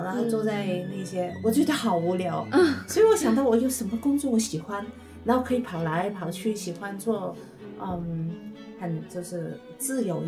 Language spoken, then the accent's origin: Chinese; Hong Kong; 我们香港人